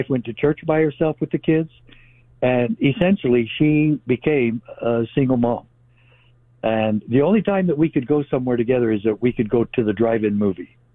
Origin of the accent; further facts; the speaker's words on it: Arizona, United States; also born or lived in Utah, United States; And I'm not from Utah. I'm from Arizona, but I stayed in Utah for a while